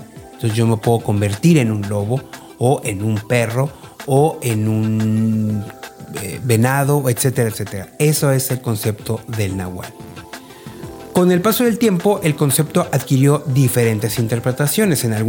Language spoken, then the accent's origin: Spanish; Mexico